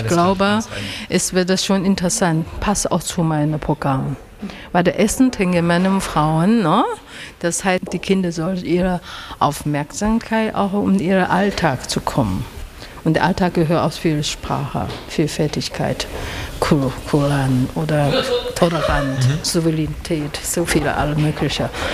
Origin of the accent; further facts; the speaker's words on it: Taipei, Taiwan; German is a second language; now in Germany; Ich komme persönlich aus Taiwan, Taipei. Aber ich bin seit langer in Deutschland.